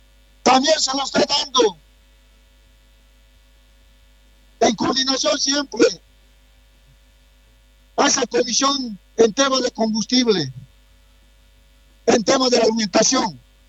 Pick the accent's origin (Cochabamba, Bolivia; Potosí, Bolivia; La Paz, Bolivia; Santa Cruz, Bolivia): Potosí, Bolivia; Chayanta